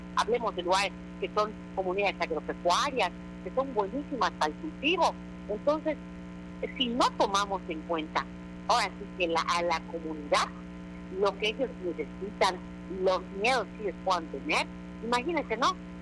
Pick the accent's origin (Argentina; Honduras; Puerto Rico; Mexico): Mexico; Yucatán; yo soy de Yucatán